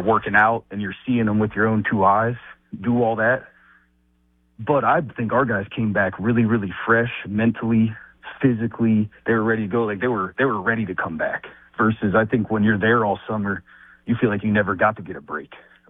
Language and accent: English; Morgantown, West Virginia, United States; And there's a bunch of guys that I grew up with in Morgantown